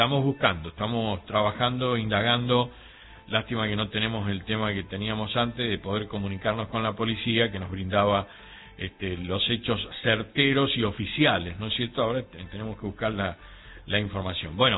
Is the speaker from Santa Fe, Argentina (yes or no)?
no; Cuadro Nacional, Mendoza, Argentina; also born or lived in Colonia Elena; yo soy de Cuadra Nacional